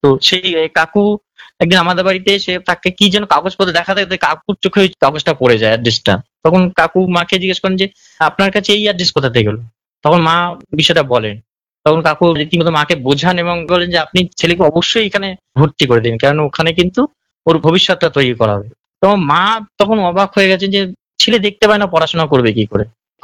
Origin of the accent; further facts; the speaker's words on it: Maslandapur, West Bengal, India; also born or lived in Narendrapur; আমাদের বাড়ি ওই মসলেন্দুপুর স্টেশনে আর ভিতরে যেতে হবে চণ্ডীপুর গ্রামে।